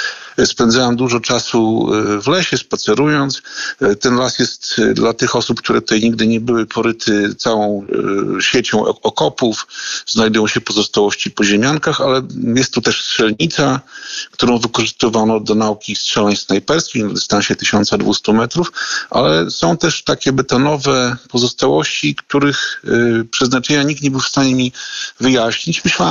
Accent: Białystok, Podlaskie Voivodeship, Poland; mieszkam na Pietraszach od urodzenia.

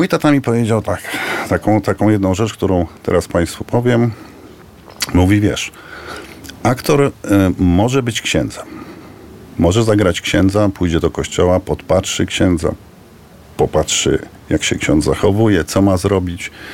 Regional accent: Warsaw, Masovian Voivodeship, Poland; born there; ja się urodziłem w Warszawie, tak, jestem warszawiakiem, notabene urodzony gdzie, no w Szpitalu Praskim, czyli nie ma cwaniaka nad warszawiaka

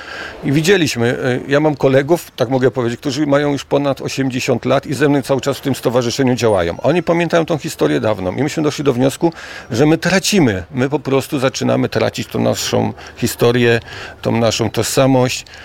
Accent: Władysławowo, Pomeranian Voivodeship, Poland; born there; Urodzony z dziada pradziada i muszę powiedzieć, że mam korzenie helskie, bo moim pradziadkiem, sołtysem był

